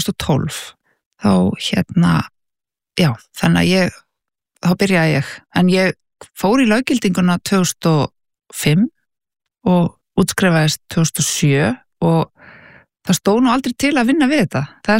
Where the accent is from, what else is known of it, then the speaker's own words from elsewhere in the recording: Reykjavík, Capital Region, Iceland; Ég er uppalinn í Bökkunum í Breiðholti, frábær staður.